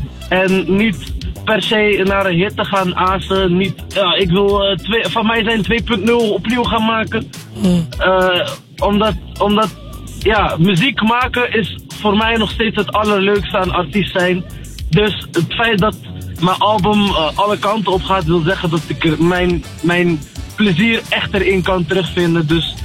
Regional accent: Berkane, Oriental, Morocco; Dat is de regio waar ik vandaan kom, uit Marokko, Berken. En Berken staat heel erg gekend om de sinaasappels.

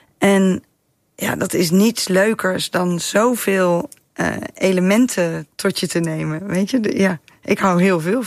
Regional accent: Oosterhout, North Brabant, Netherlands; moved away; Ik ben opgegroeid in Oosterhout.

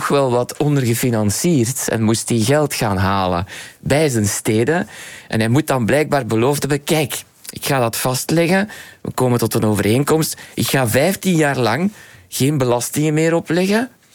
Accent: North Brabant, Netherlands; maar ik misbruik die dan natuurlijk graag als Brabander.

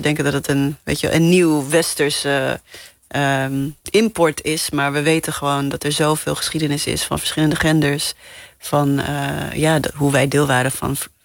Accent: Namibia; now in Netherlands; En ik denk dat de drive gewoon echt komt omdat ik uit Namibië kom, waar we tot 1990 in het apartheidsysteem hebben geleefd. Dus ik ben ook opgegroeid in het idee in het gedachtegoed van, hoe vechten we tegen onrecht?

